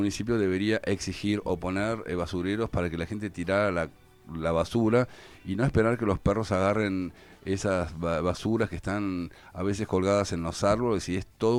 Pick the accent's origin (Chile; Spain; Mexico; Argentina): Argentina; Somos argentinos que vivimos en esta ciudad